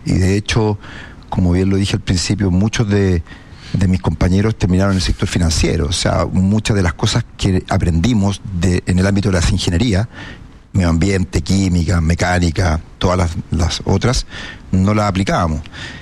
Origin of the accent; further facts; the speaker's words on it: Chile; Ahora, las razones de por qué nosotros como chilenos decimos, pucha, pero la ENAP es una empresa estatal, ineficiente